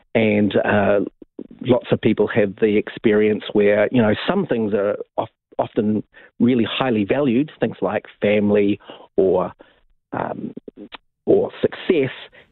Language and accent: English; Wellington, New Zealand; also born or lived in Hamilton / Auckland; Well, I grew up in Wellington. My My parents joined the church when I was very young, and I managed to have quite a lovely experience in the church here